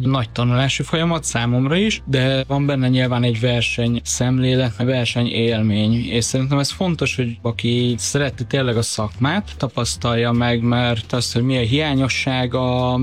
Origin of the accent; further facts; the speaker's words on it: Hungary; now in Budapest, Hungary; Balatonról jöttem, én másfél éve élek itt Budapesten